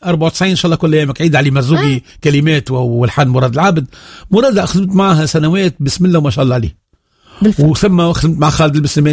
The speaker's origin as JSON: {"language": "Arabic", "country": "Tunisia"}